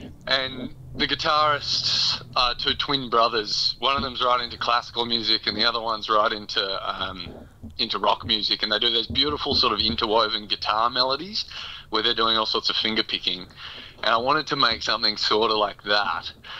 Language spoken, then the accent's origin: English; Bunbury, Western Australia, Australia; I mean, I grew up in Bunbury. We're a little bit closer.